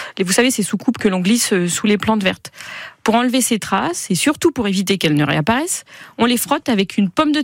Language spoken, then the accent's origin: French; Centre-Val de Loire, France; ici chez nous en Touraine.